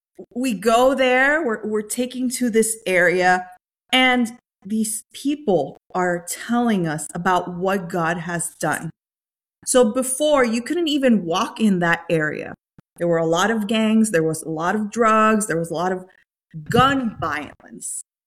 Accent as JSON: {"language": "English", "country": "Dominican Republic", "tie": "born or raised there", "moved": "yes", "lives_now": "United States", "said": "I come from the Dominican Republic. Mm-hmm. So I grew up there"}